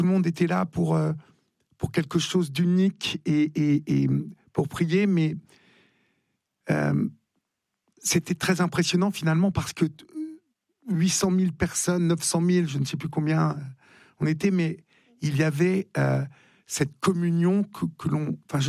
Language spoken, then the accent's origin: French; Paris, Île-de-France, France; je suis parisien et donc je vois, enfin j'habite à Paris